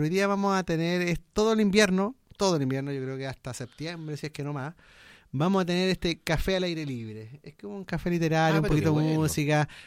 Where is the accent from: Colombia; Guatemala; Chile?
Chile; Quinta de Tilcoco, O'Higgins; Todos somos Quinta de Ticoco. Huacargüe es un sector de Quinta de Ticoco. La Viña es un sector de Quinta de Ticoco.